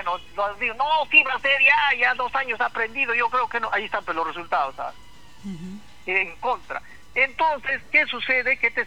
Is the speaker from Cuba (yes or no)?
no; Peru; nosotros los peruanos